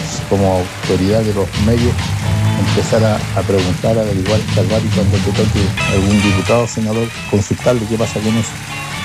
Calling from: Calama, Antofagasta, Chile; de Calama.

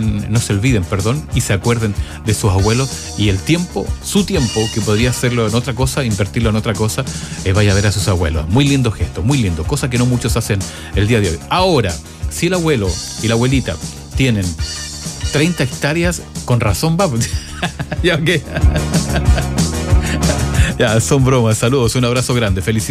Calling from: Viña del Mar, Valparaíso, Chile; de Viña del Mar.

